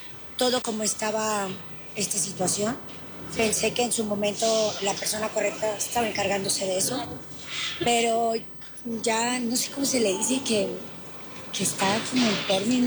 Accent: Mexico; uno como mexicano confías en tus leyes

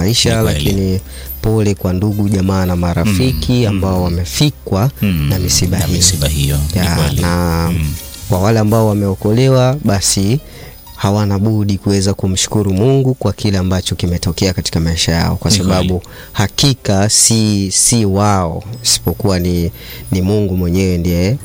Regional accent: Sukumaland, Tanzania; Usukumani kwetu kule bana, wanaita matairi.

